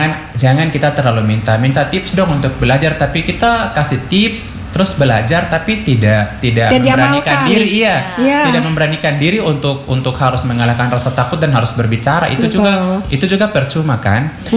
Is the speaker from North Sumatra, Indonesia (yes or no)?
no; Biak, Papua, Indonesia; first language Biak; Indonesian is a second language; Jadi saya pakai bahasa Indonesia daripada bahasa saya dari Biak itu lebih tidak mengerti lagi.